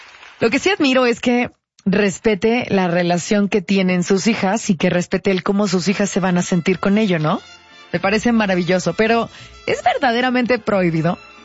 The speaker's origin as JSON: {"language": "Spanish", "country": "Mexico", "said": "nos une como mexicanos"}